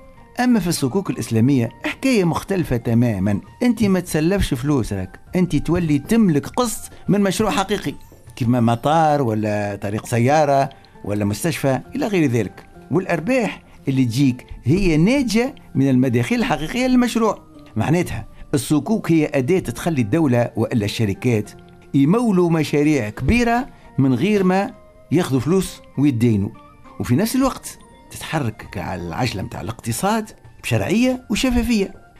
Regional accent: Tunisia; عندنا في تونس

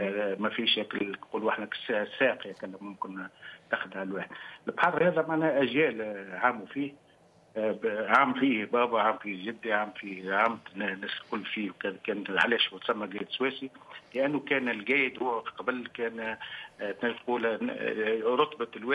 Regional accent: Sousse, Sousse Governorate, Tunisia; والله احنا سكان قدم، من مجموعه سكان قدم، معنا مئات سنين تعز علينا المنطقه نتاعنا، وسيدي عبد الحميد معنا في لمحه حر جميل جدا، معنا يربط بين ولايتين، ولايه المنستير

